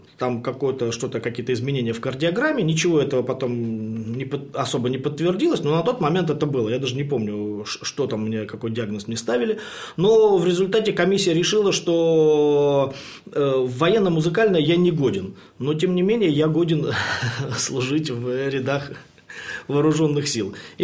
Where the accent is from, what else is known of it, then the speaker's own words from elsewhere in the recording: Trubchevsk, Bryansk Oblast, Russia; moved away as an adult; also born or lived in Pereslavl-Zalessky, Yaroslavl Oblast; now in Oryol, Russia; оттуда родом мой отец, и мы переехали в город, не менее древний город Трубчевск в Брянской области. Вот. Город с тысячелетней историей, небольшой маленький городок. Вот. И там, в принципе, я вырос, закончил школу, закончил музыкальную школу.